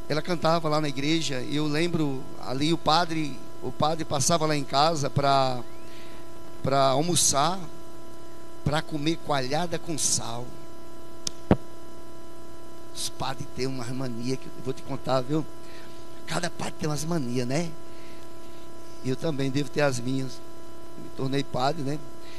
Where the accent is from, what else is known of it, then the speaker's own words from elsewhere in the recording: Mirandiba, Pernambuco, Brazil; moved away as an adult; now in Bahia, Brazil; na minha cidade, em Mirandiba, Pernambuco. Pois é, eu sou pernambucano. Estou na Bahia há 30 e tantos anos, né? Já há 34 anos, mas sou pernambucano. E então a gente cresceu assim, nesse ambiente.